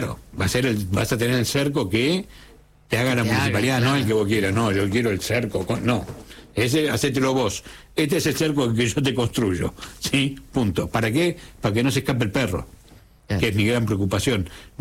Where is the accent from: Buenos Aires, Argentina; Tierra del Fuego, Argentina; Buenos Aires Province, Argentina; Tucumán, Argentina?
Tierra del Fuego, Argentina; Río Grande; Yo recuerdo cuando era chico, vivíamos en Río Grande